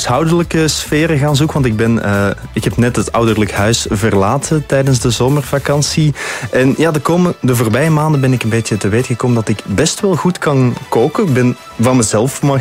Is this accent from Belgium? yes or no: yes; Schelle, Flanders, Belgium; now in Kontich, Belgium; Ik ben afkomstig uit Schelle.